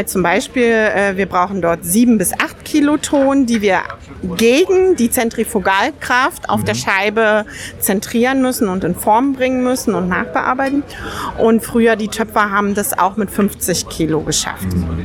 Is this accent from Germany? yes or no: yes; Cottbus, Brandenburg, Germany; born there; Ja, also ich stamme gebürtig aus Cottbus, das ist ganz in der Nähe vom Spreewald